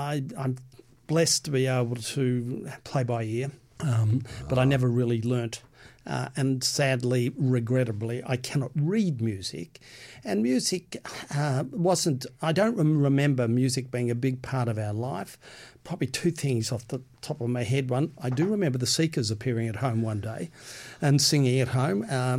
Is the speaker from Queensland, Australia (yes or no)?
no; Melbourne, Victoria, Australia; So born in Melbourne, three siblings, private school education